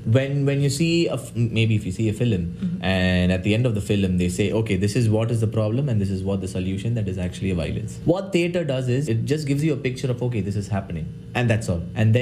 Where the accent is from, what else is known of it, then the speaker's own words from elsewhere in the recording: Chennai, Tamil Nadu, India; English is a second language; moved away as an adult; now in Thunder Bay, Canada; But I also come from Chennai.